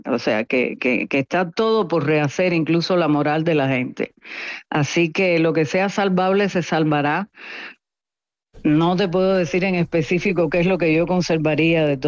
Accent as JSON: {"language": "Spanish", "country": "Cuba", "moved": "yes", "lives_now": "United States", "said": "Ya somos 5 generaciones que nos tenemos que ir de ese país a poder vivir"}